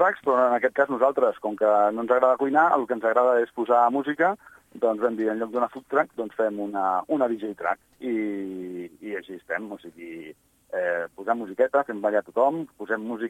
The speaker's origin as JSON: {"language": "Catalan", "town": "Cardedeu", "region": "Catalonia", "country": "Spain", "said": "Nosaltres som de Cardedeu"}